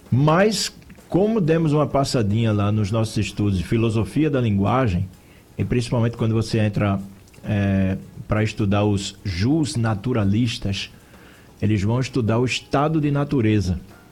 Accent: Brazil; nós, enquanto brasileiros

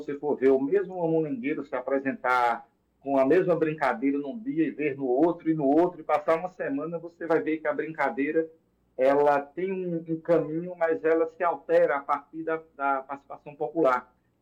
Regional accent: Pernambuco, Brazil; Eu nasci em Quiuma, entre Teuma e Carpina

